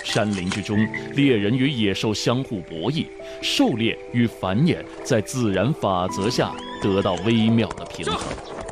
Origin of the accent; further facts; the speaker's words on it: Yunnan, China; 当作为云南人的我们翻开书籍，走进博物馆，去了解古滇文化发展的全貌